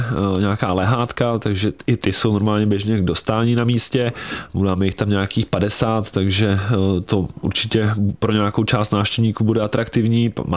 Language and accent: Czech; Hradec Králové, Hradec Králové Region, Czechia; já jsem teda z Hradce Králové